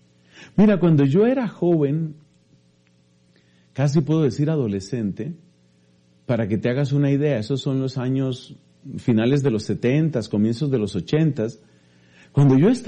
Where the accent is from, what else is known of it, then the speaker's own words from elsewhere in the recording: Colombia; en mi país, en Colombia